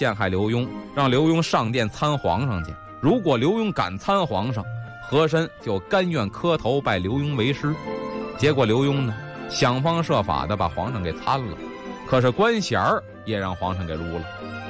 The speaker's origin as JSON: {"language": "Chinese", "region": "Beijing", "country": "China", "said": "咱们北京人"}